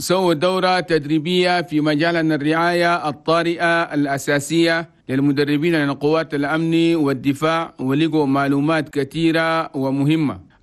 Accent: Chad; في بلدنا تشاد

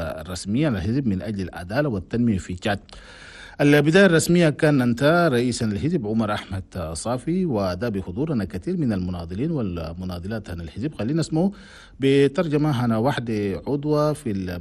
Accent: Chad; أنا بلدنا تشاد

